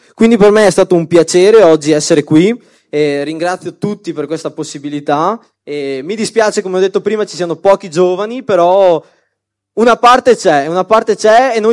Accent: Veneto, Italy

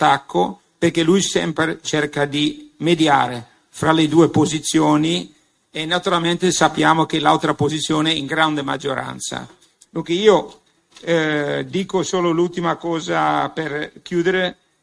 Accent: Netherlands; Vengo originariamente dall'Olanda, dunque mi ritengo un fratello di Anne Frank e di Etty Hillesum.

